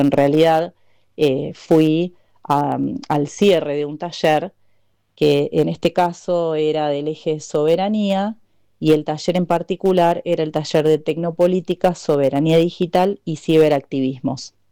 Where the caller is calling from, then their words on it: Cosquín, Córdoba, Argentina; de Cosquín